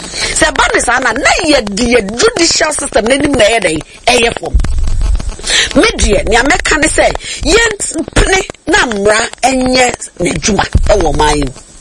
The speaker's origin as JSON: {"language": "English", "country": "Ghana", "said": "And then no ni ayi hu no meme de again as a Ghanaian."}